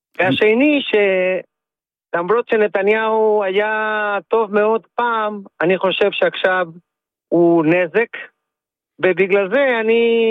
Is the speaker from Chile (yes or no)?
yes; Chile; Hebrew is a second language; moved away as an adult; now in Israel; אני עולה חדש מצ'ילה.